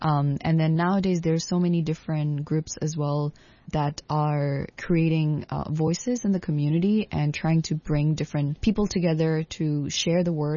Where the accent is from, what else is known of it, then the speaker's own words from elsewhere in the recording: Hong Kong; growing up in Hong Kong, kind of, you know, holding these bilingual or even trilingual identities, right? All of us speak at least two languages and a little bit of Cantonese as well.